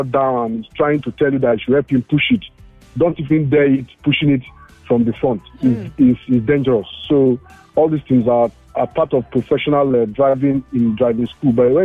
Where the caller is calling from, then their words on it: Ikeja, Lagos, Nigeria; I'm calling from Ikeja.